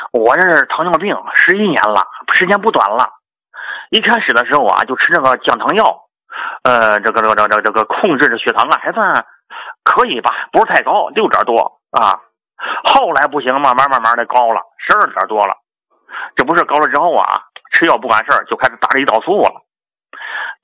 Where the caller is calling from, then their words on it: Jinghai, Tianjin, China; 我天津静海的。